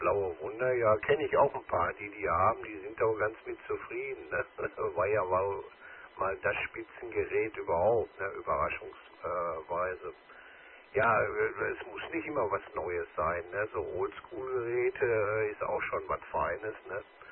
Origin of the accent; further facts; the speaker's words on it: Dortmund, North Rhine-Westphalia, Germany; Ich bin, wie gesagt, gebürtiger Dortmunder. Und obwohl ich die meiste Zeit in meinem Leben, seit meinem 18. Lebensjahr, ich nur auf Montage bin